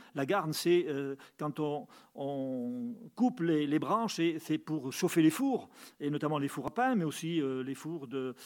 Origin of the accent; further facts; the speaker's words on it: Auvergne-Rhône-Alpes, France; Chez nous, en Haute-Loire, ce qui domine, c'est la forêt de pin.